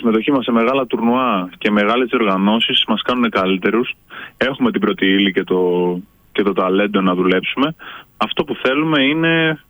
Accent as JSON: {"language": "Greek", "country": "Greece", "said": "ως Έλληνες το πάθος μας είναι αυτό που μας ξεχωρίζει."}